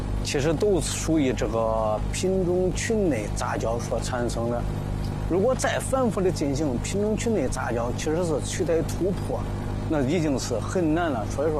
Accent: Luoyang, Henan, China; 咱是土生土长的这个洛阳人，老家西安县也是相对来说偏僻的小山村。

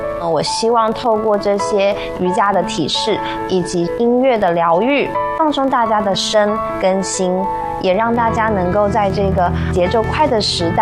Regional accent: Taiwan; moved away as an adult; now in Foshan, China; 我来自宝岛台湾。在2023年的时候，我定居佛山，成为了一个新的佛山人。

